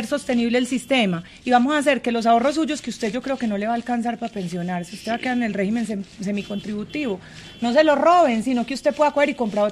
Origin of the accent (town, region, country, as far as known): Antioquia, Colombia